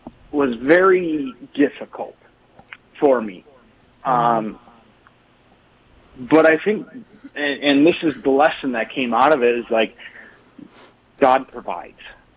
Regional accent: Dickinson, North Dakota, United States; I grew up in Dickinson, Trinity School all my life.

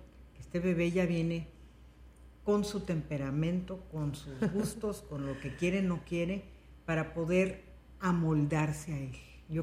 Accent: Mexico City, Mexico; moved away as an adult; now in United States; Nací, crecí y me eduqué en la Ciudad de México.

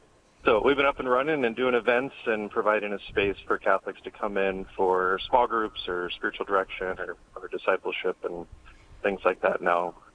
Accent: Sioux Falls, South Dakota, United States; I'm from Sioux Falls. I go to St. Lambert Parish.

